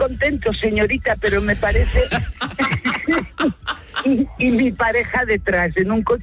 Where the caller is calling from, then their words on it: Barcelona, Catalonia, Spain; Yo soy catalana, de Barcelona.